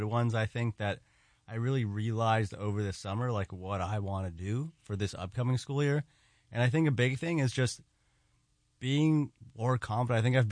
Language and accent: English; New York City, New York, United States; I'm from New York City. I'm from Queens.